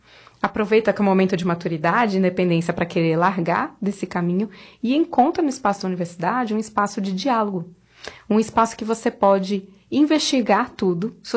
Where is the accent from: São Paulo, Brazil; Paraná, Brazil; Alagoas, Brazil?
São Paulo, Brazil